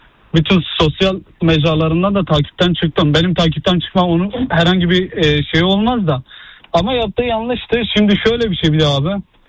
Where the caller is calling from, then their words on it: Istanbul, Turkey; İstanbul'dan arıyorum, Esenyurt'tan.